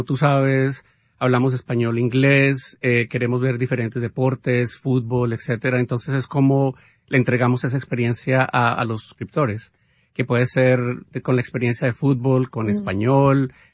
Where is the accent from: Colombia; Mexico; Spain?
Colombia; yo soy colombiano